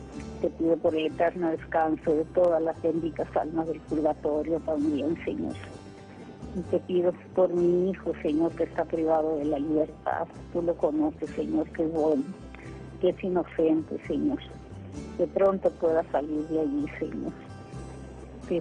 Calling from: Hermosillo, Sonora, Mexico; De Hermosillo, Sonora.

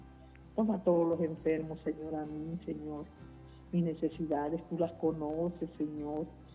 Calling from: Aguascalientes, Mexico; Le hablo de Aguascalientes.

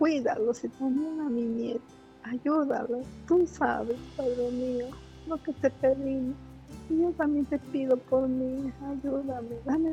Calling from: Mexico City, Mexico; De la Ciudad de México

